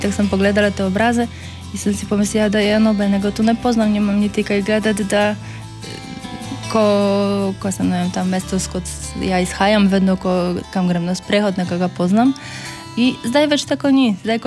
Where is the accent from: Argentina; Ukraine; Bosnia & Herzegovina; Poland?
Poland; Slovenian is a second language; now in Slovenia; ko imam že 2 državljanstva, ko sem tukaj, se počutim kot Slovenka, počutim se doma, ampak tudi, ko pridem na Poljsko, še vedno moja identiteta, moje korenine tam ostale.